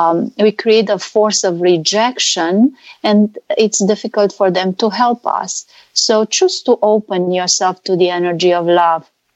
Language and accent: English; Romania; Yes, I'm not Hungarian. I'm from Romania